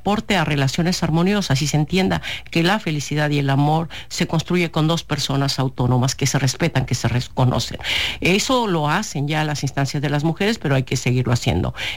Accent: Culiacán, Sinaloa, Mexico; me construí aquí, nací en Culiacán, he sido una mujer que aquí ha estado, aquí ha luchado, mi familia, mis proyectos aquí se han desarrollado

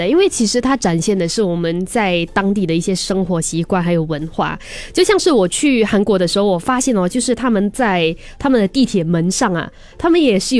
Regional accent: Singapore; 因为我们新加坡就是双语教育嘛

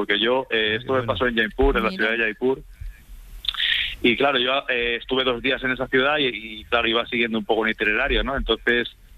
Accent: Zamora, Castile and León, Spain; now in Barcelona, Spain

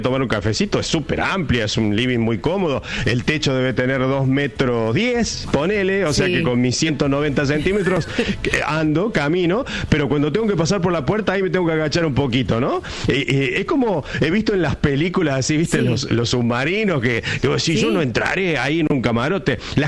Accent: Argentina

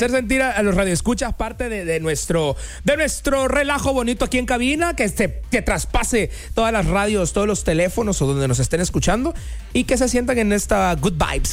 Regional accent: Alvarado, Veracruz, Mexico; now in Veracruz, Mexico; pues soy de Alvarado. Y me decían, ¿a poco? Pues no, tú tienes acento como del allá, colombiano. Mira, me dijeron colombiano, fíjate. Cubano, puertoliqueño. Y yo a todos les decía que sí. Después decía, sí, es que vivo en Alvarado

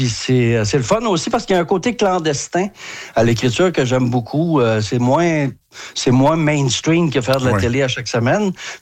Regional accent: Quebec, Canada; on dit toujours qu'on vient de Saguenay-Lac-Saint-Jean.

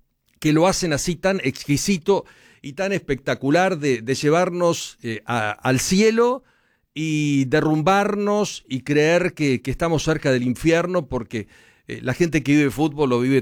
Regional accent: Argentina; siento cosas como argentino y siento cosas como futbolero. Como argentino estoy repleto y estoy agradecido

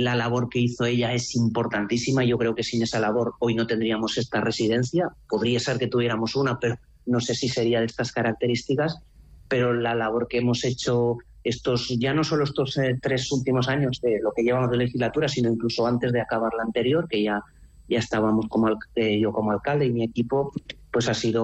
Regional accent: Mequinenza, Aragon, Spain; Un ciudadano de Mequinenza. Es un pueblo pequeño, para lo que es Aragón ya tiene una cierta dimensión

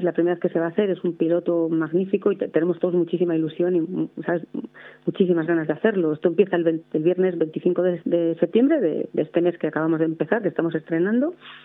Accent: Santiago de Compostela, Galicia, Spain; born there; Pero que sepas que en esa hibridación nací en Santiago de Compostela en un año jubilar lebaniego.

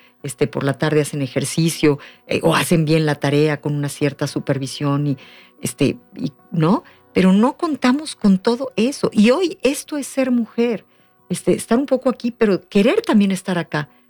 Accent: Mexico; siendo mexicanas

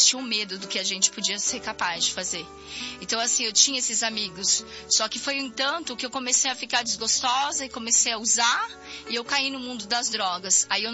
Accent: Bom Jesus dos Perdões, São Paulo, Brazil; sou da cidade de Bom dos Perdões, no interior de São Paulo.

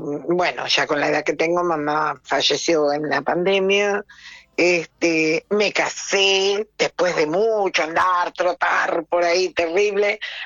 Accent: Pergamino, Buenos Aires Province, Argentina; born there; now in Trenque Lauquen, Argentina; No, no, soy nacida en Pergamino.

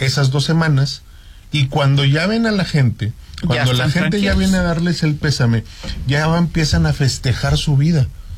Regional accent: Mexico; me refiero a nosotros como mexicanos

